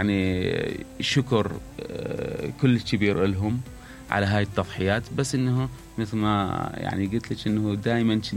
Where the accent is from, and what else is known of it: Iraq